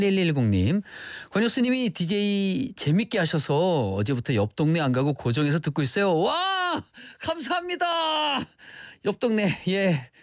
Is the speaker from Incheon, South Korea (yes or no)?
yes; Incheon, South Korea; 근데 저도 인천 사람이라 너무 친근해요.